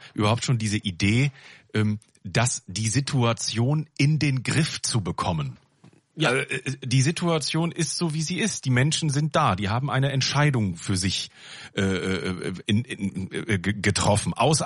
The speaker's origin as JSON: {"language": "German", "region": "Lower Saxony", "country": "Germany", "said": "So etwa bei uns in Südoldenburg nannte man diese Gruppierung häufig die Nicht-Sesshaften."}